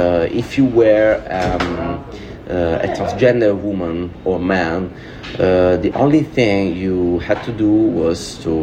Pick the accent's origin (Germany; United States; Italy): Italy; Salerno, Campania; English is a second language; I'm from Salerno.